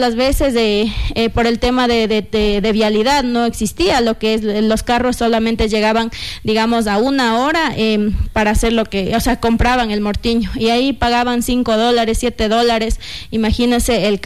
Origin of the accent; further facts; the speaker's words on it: Sigchos, Cotopaxi, Ecuador; yo vengo del Cantón Sichos, de la comunidad de Quinticucí, donde nace este gran emprendimiento